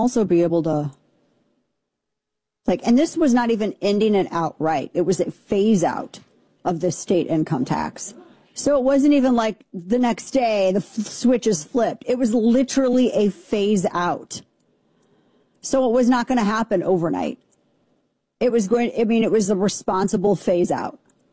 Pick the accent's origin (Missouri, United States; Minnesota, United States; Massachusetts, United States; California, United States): Missouri, United States; moved away; It's my home state. Most of my family still lives there.